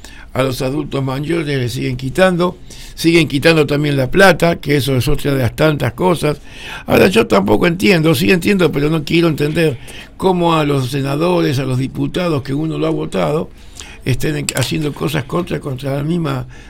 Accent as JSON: {"language": "Spanish", "country": "Argentina", "said": "¿Se acuerdan que somos argentinos, que tenemos un territorio de los más grandes de Sudamérica y estamos entre los 20 países más grandes del mundo?"}